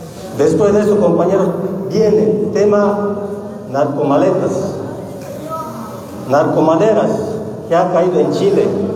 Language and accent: Spanish; Bolivia; Nosotros como bolivianos